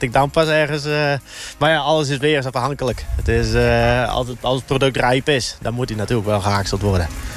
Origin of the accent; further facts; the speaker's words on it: Friesland, Netherlands; Ik ken het al vanuit Friesland, waar ik vandaan kom.